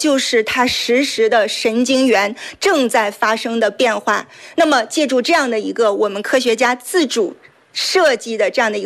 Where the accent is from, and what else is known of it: China